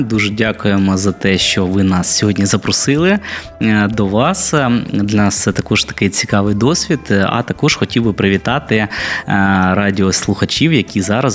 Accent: Kherson, Kherson Oblast, Ukraine; moved away as an adult; now in Odesa, Ukraine; ми з самого міста Херсон.

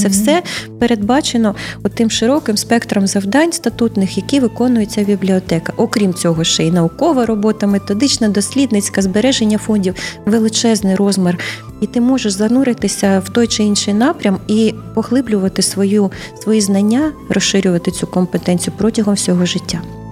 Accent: Artsyz, Odesa Oblast, Ukraine; moved away; в таких містах, як мій рідний Арциз.

